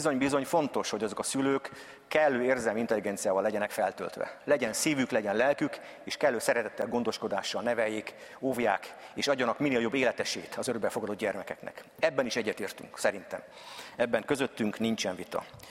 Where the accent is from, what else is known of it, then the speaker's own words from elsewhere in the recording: Budapest, Hungary; also born or lived in Tiszalök, Szabolcs-Szatmár-Bereg County; én Csepelen nőttem föl, tehát ott jártam általános iskolában, korai gyerekkoromban fölkerültek a szüleim Budapestre, Csepelre, és hogy eddikányos gimnáziumban végeztem.